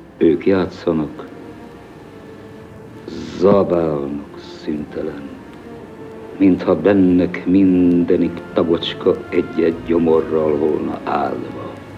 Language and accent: Hungarian; Szentes, Csongrád-Csanád, Hungary; born there; now in Budapest, Hungary; Szentesen születtem egy nagyvárosban